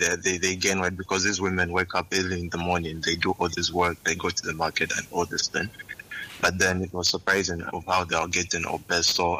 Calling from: Lusaka, Lusaka Province, Zambia; I'm calling from Lusaka, Livala.

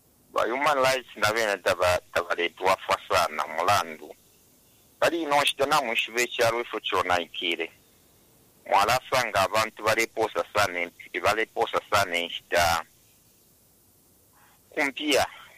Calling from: Makeni, Lusaka Province, Zambia; is in Makeni, right now.

